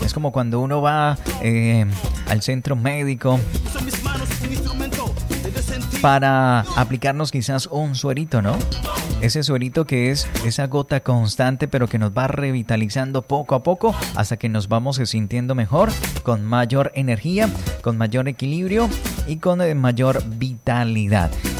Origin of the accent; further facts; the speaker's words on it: Colombia; a todos nosotros como colombianos.